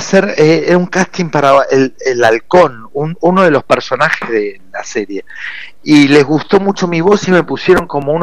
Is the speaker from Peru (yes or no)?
no; Argentina; yo soy argentino